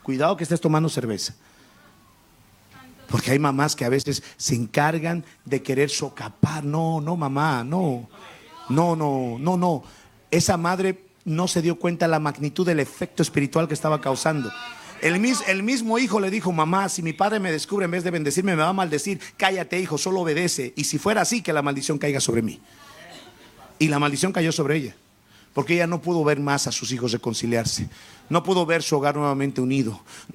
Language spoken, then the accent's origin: Spanish; Bolivia; ahorita en mi país, estamos en una situación caótica.